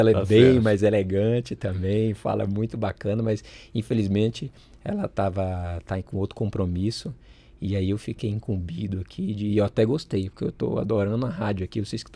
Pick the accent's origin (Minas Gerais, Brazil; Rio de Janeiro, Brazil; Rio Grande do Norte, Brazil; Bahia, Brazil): Rio Grande do Norte, Brazil; Jardim do Seridó; now in Palmas, Brazil; Eu sou nordestino do Rio Grande do Norte, numa cidadezinha chamada Jardim do Seridó.